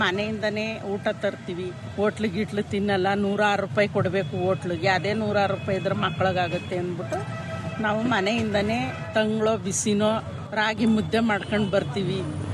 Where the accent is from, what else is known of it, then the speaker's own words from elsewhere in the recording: Ramanahalli, Karnataka, India; ನಮ್ದು ಮೈಸೂರ್ ಹತ್ರ ರಮ್ನಹಳ್ಳಿ ಅಂತ.